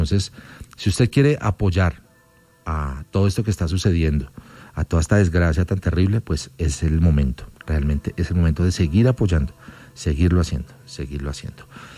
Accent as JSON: {"language": "Spanish", "country": "Colombia", "said": "como colombianos que somos."}